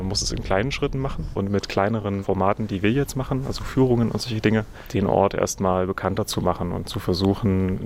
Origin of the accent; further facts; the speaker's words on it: Thuringia, Germany; ich komme aus dem Nachbarort. Also ich habe hier eine Verbindung zu. Ich kannte das auch schon immer, dieses Gelände hier.